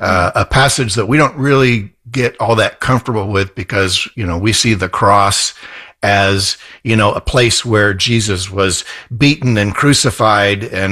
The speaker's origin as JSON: {"language": "English", "region": "California", "country": "United States", "lives_now": "West Virginia, United States", "said": "West Virginia was an absolute choice because I came from California."}